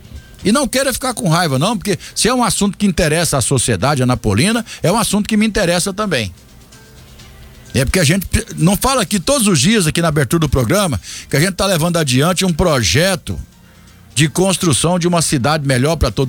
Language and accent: Portuguese; Brazil; e eu falo isso aqui porque eu sou brasileiro.